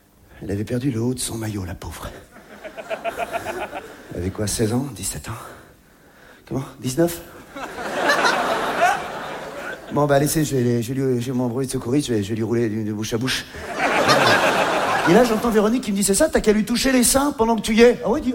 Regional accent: Grand-Quevilly, Normandy, France; born or raised there

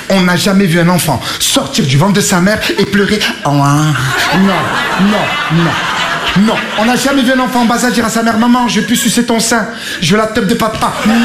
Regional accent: Marseille, Provence-Alpes-Côte d'Azur, France; je viens de Marseille. Marseille, une ville connue pour deux choses.

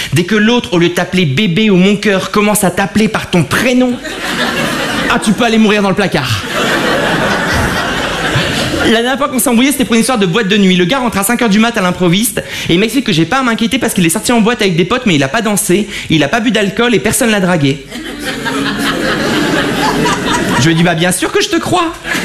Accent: Avion, Hauts-de-France, France; born or raised there

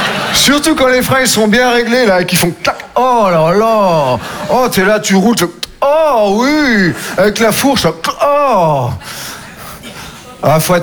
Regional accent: Nouvelle-Aquitaine, France; Moi je viens des Deux-Sèvres, je sais pas si vous connaissez. Entre la Vienne et la Vendée.

